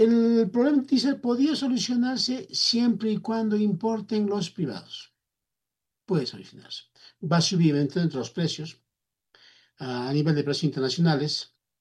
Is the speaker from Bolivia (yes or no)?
yes; Bolivia; vamos a terminar en la miseria como bolivianos.